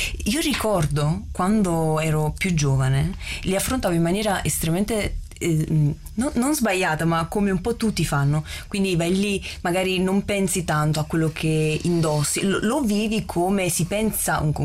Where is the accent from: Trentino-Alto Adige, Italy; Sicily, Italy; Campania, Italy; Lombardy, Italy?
Campania, Italy; Naples; in quanto napoletana